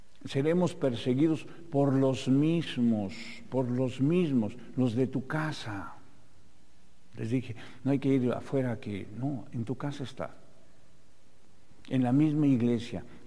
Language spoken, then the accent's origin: Spanish; Mexico